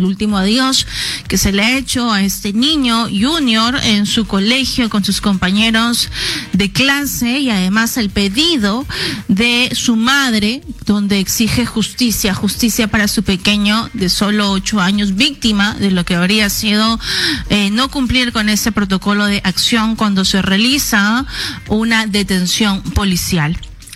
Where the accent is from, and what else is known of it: Peru